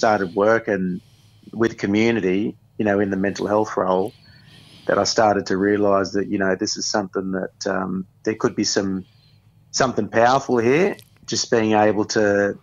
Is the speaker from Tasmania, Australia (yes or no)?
no; Dubbo, New South Wales, Australia; also born or lived in Gilgandra / Kingscliff; And myself, I was born in Gilgandra and grew up in Dubbo.